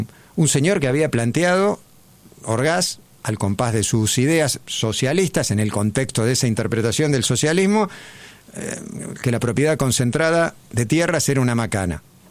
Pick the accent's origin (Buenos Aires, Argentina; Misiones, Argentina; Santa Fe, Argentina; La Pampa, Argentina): Buenos Aires, Argentina; porque somos porteños centristas, lo que es una macana para una cantidad de cosas